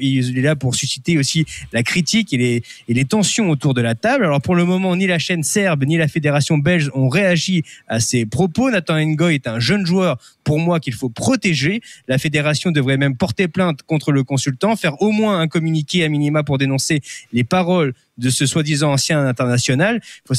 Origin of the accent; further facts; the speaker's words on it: Normandy, France; puisque chez moi en Normandie, il fait quand même 40 degrés.